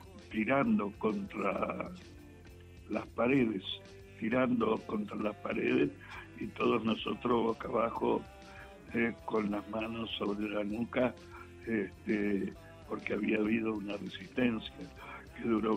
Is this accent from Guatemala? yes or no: no; Argentina; como yo soy el único argentino vivo que estuvo preso de Pinochet en ese momento